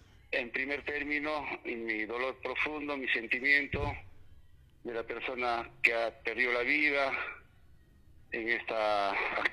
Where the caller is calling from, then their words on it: Chumbivilcas province, Cusco, Peru; en nuestra provincia de Chumbivilcas